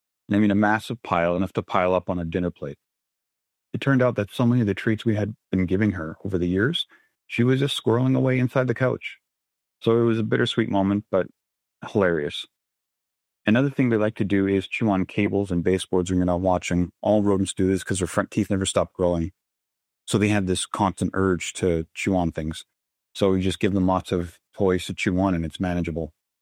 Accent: Canada; I am Canadian, living in Canada.

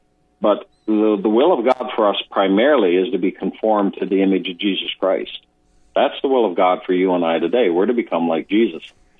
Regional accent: Canada; you're an American and I'm a Canadian.

